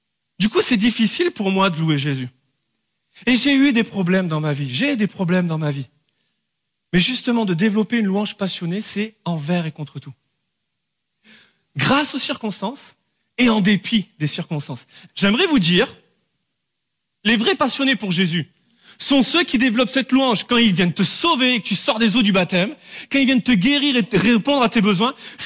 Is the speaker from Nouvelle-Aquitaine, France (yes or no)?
yes; Bordeaux, Nouvelle-Aquitaine, France